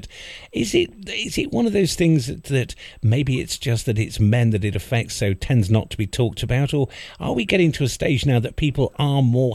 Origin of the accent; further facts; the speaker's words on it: Derby, East Midlands, United Kingdom; I'm from Derby